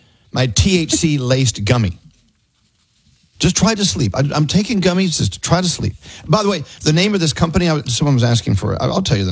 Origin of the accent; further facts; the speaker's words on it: Texas, United States; also born or lived in San Antonio; now in New York, United States; I'm originally from Texas. I am a New Yorker, and I fully support the Knicks. I was a Spurs fan for many years when I lived in San Antonio